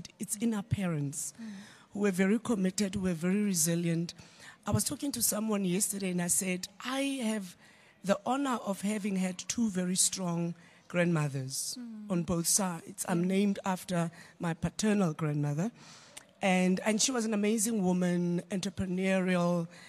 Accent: Soweto, Gauteng, South Africa; So the reality is that I grew up in Rockville in Soweto, mm-hmm.

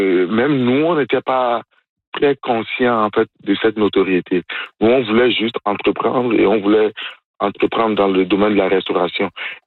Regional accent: Benin; je connaissais pas la poutine dans mon pays d'origine, qui est le Bénin.

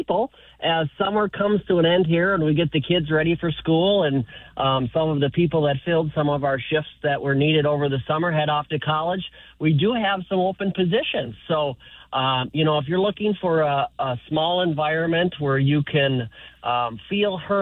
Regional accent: Long Prairie, Minnesota, United States; moved away as an adult; I grew up around Long Prairie. So, yeah, I spent my first 18 years of life there. And, you know, I only moved 50 miles away, so it's not so bad.

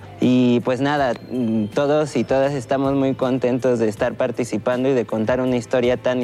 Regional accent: Oaxaca, Mexico; Bueno, como oaxaqueño, primero me siento como muy honrado por estar en este teatro

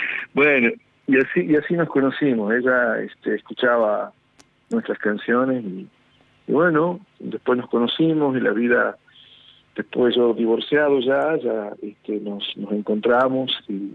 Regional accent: Tucumán, Argentina; also born or lived in Salta; nací en Salta y me crié en Tucumán

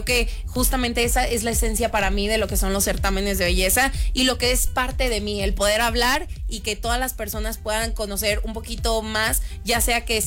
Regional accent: Guadalajara, Jalisco, Mexico; moved away; also born or lived in Michoacán; yo la verdad no soy de aquí de Aguascalientes, yo vengo de Guadalajara con el corazón de Michoacán.

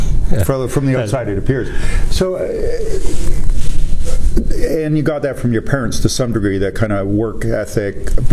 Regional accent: Scarborough, Ontario, Canada; Well, I grew up in Scarborough. I grew up at Pharmacy and Victoria and Eglinton.

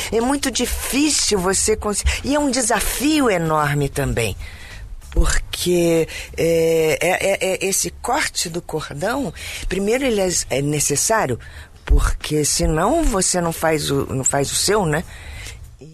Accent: Rio de Janeiro, Brazil; now in São Paulo, Brazil; Sou natural do Rio de Janeiro.

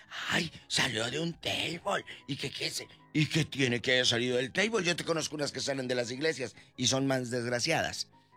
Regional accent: Matamoros, Tamaulipas, Mexico; now in California, United States; yo soy de Matamoros, Tamaulipas, y no he encontrado a nadie de los años que llevo acá de Tamaulipas.

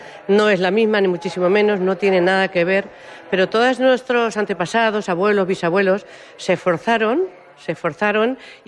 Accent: Albacete, Castilla-La Mancha, Spain; si somos de Albacete y nos hemos criado aquí toda la vida y además en pueblos como nosotras dos, pues conocemos la terminología, cómo se dice gazpacho en La Mancha

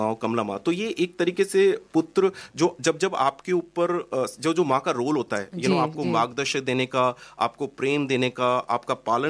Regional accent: Jaipur, Rajasthan, India; also born or lived in Dubai; now in Australia; और मैं जयपुर राजस्थान का रहने वाला हूँ, और मैं 2005 से लेकर 2017 तक जो है दुबई में रहा। फिर दुबई से 2018 में माइग्रेट होकर ऑस्ट्रेलिया का सिटीज़न बना हूँ।

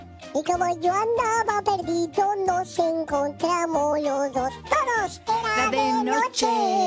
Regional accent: Mexico; No, hijo, ya te dije, soy mexicano.

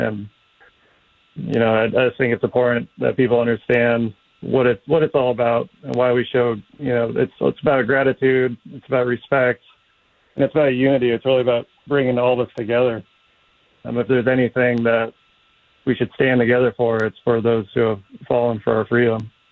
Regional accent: Nebraska, United States; Yes, I'm from Nebraska

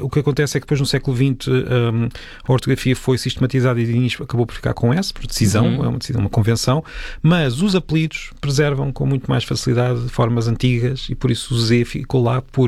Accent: Peniche, Leiria, Portugal; eu sou de Peniche, devia saber estas diferenças muito bem, não é?

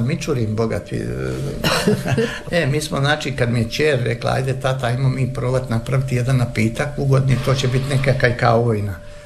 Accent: Dalmatia, Croatia; ja iz Dalmacije

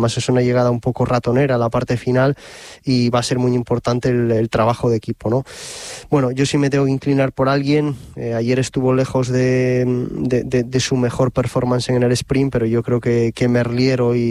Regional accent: Oviedo, Asturias, Spain; born there; Nací en Oviedo, pero sí del Sporting.

